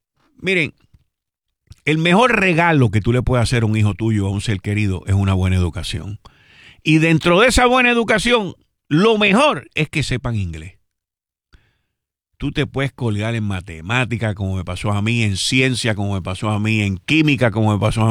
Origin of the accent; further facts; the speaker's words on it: Puerto Rico; nosotros somos una colonia de Estados Unidos hace más de 100 años.